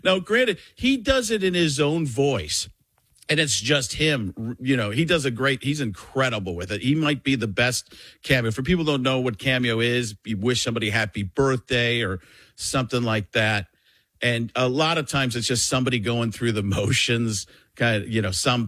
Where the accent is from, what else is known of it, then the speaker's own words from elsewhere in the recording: Waukesha, Wisconsin, United States; He's from Burlington, just a couple of, cities over from me where I grew up in Waukesha.